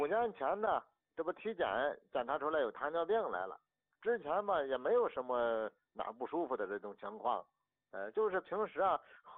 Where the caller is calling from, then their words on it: Shijiazhuang, Hebei, China; 哎，我那是河北石家庄的。